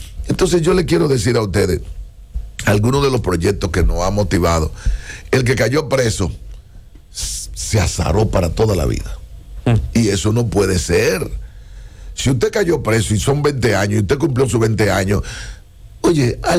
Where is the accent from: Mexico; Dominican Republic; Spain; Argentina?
Dominican Republic; ¿Y qué es lo que somos los dominicanos?